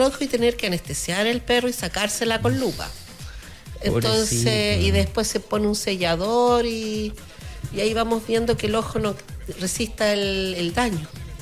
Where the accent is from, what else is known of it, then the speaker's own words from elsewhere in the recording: Chile; Y uno, como buen chileno...